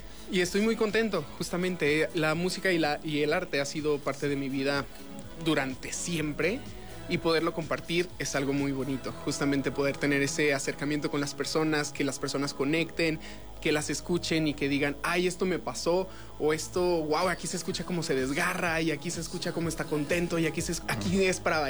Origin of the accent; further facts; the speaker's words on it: León, Guanajuato, Mexico; Soy de aquí de León, llevo aquí panza verde toda la vida.